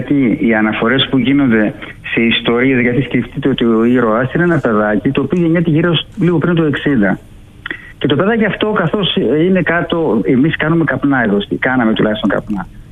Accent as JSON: {"language": "Greek", "town": "Kyria", "country": "Greece", "tie": "born or raised there", "said": "Ο πρώτος λόγος αφορά τα Κύρια, το χωριό μου, όπου γίνονται πάρα πολλές εκδηλώσεις και κάθε Σαββατοκύριακο."}